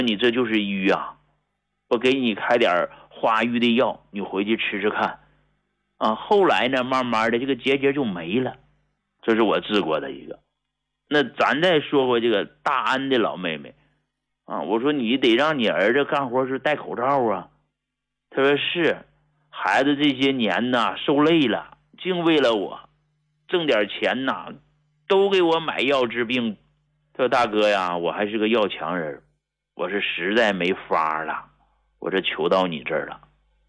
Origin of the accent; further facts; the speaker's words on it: Jilin, China; 白城啊是个市，是属于咱们吉林省 下边的一个市。